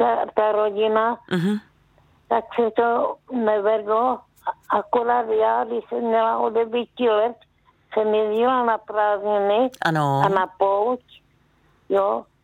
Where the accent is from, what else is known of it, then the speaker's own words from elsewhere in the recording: Zlín Region, Czechia; A u nás na Valáchách se neslavilo